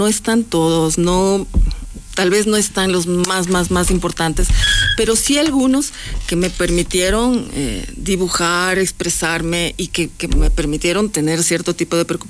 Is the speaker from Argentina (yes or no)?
no; Ecuador; nosotros como ecuatorianos